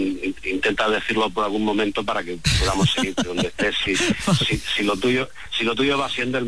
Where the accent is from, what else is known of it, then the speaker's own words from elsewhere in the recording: Region of Murcia, Spain; Perdona que te diga Ángeles porque yo soy murciano, entonces no es eso del castellano.